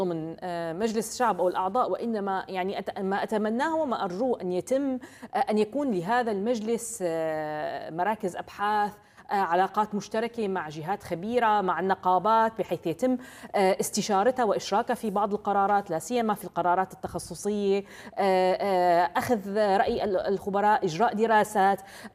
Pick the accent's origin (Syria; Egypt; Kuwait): Syria; نحن نريد أن كسوريين